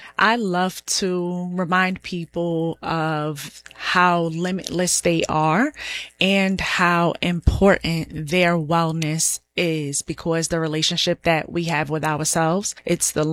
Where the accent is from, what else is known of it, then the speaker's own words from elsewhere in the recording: New York City, New York, United States; I am originally from Brooklyn. I am one of nine children. I am the eighth child.